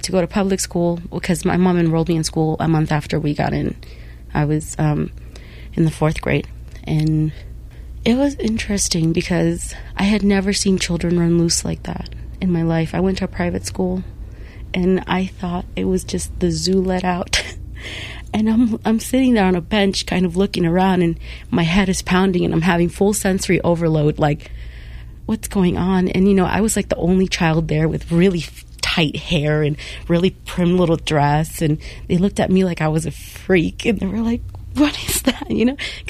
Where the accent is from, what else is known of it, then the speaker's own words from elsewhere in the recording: California, United States; first language Spanish; English is a second language; And I know Spanish. And, well, where I grew up in California, ESL kids don't actually learn English.